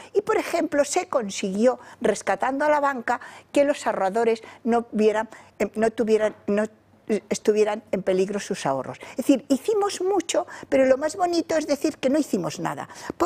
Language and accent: Spanish; Spain; me siento orgullosa de ser española